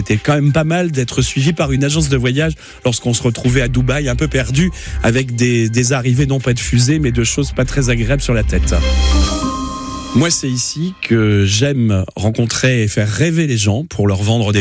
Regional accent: Douai, Hauts-de-France, France; moved away as an adult; now in Lille, France; Donc dans ma ville natale de Douai, puisque je suis douaisien, je suis un enfant de Gaillan, comme on dit, et je suis arrivé ensuite à Lille il y a déjà presque 25 ans.

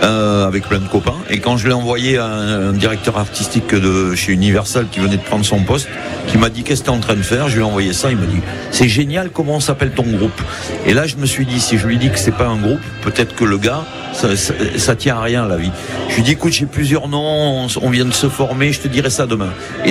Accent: Nouvelle-Aquitaine, France; nous, on vient du bassin d'Arcachon.

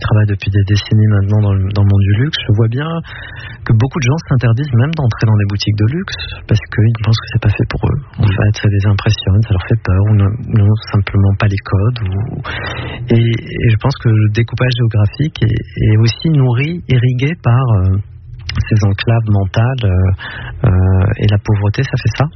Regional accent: Hérouville-Saint-Clair, Normandy, France; moved away; Étant au Grand Parc à Hérouville-Saint-Clair

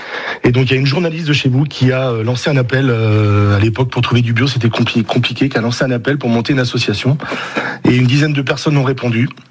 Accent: Nantes, Pays de la Loire, France; En même temps on est nantais, on a envie de rester nantais.

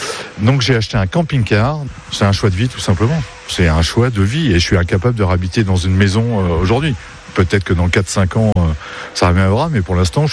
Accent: Brittany, France; moved away as an adult; also born or lived in Réunion; now in Béarn, France; j'ai organisé des concerts dans ma petite ville en Bretagne.

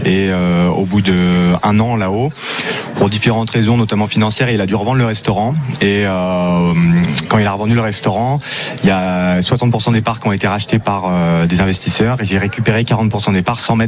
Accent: France; now in Norway

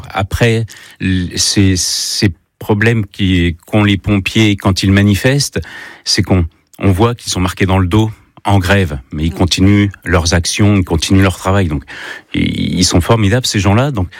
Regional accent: Centre-Val de Loire, France; comme on dit chez nous dans le Berry

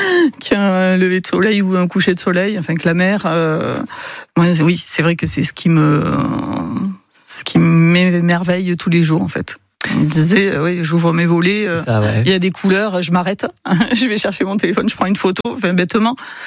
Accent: Nouvelle-Aquitaine, France; Non, je suis pas, moi, je suis pas du Pays Basque. Hein, je suis des Landes. Du côté de Biscarrosse, ben, dans les Landes Nord.

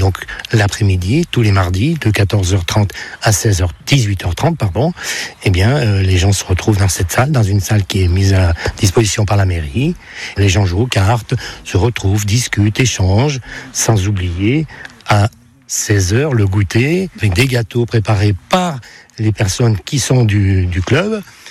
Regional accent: La Mure, Auvergne-Rhône-Alpes, France; also born or lived in Grenoble area; now in Beaumont (Isère), France; je suis plutôt natif de la Mure

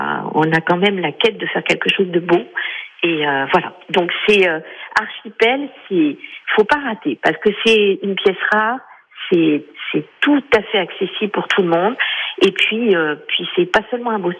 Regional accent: Paris, Île-de-France, France; Moi, je suis parisienne

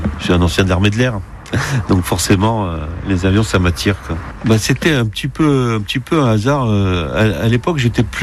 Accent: Algeria; born there; also born or lived in Montpellier; Je suis pas originaire de Nîmes, hein. Moi, je suis né en Algérie. Hein. J'ai fait mes études à Montpellier, hein.

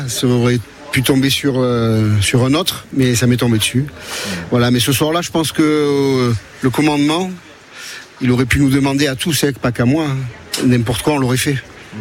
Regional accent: Nice, Provence-Alpes-Côte d'Azur, France; Alors pour nous les Niçois, oui.

